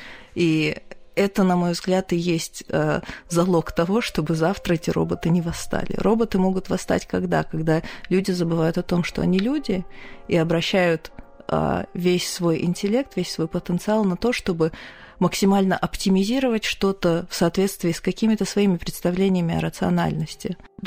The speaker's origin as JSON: {"language": "Russian", "country": "Kazakhstan", "said": "то есть как любая хорошая казашка, я обращаюсь к синкретизму практически всегда."}